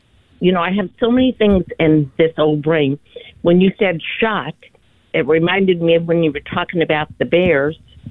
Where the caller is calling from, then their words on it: Illinois, United States; I'm between Carbondale and Marion on Route 13.